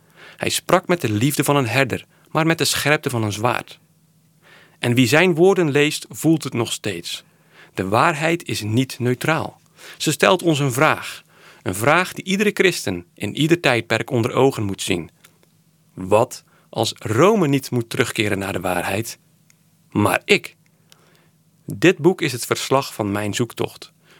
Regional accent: Sint-Annaland, Zeeland, Netherlands; also born or lived in Rotterdam; now in Goeree-Overflakkee, Netherlands; Oorspronkelijk kom ik uit Zeeland, Sint-Annelands, dorpje op het eiland Tholen. Dat ligt tegen Brabant aan. Berg op Zoom was voor ons de dichtstbijzijnde stad.

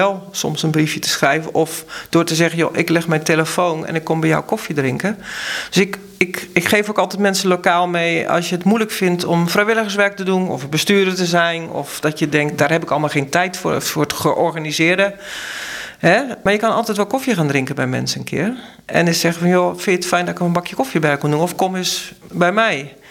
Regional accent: Ridderkerk, South Holland, Netherlands; Nou ja, even mijn ouders kwamen uit Tolen. Ik ben zelf verder opgegroeid in de Ridderkerk.

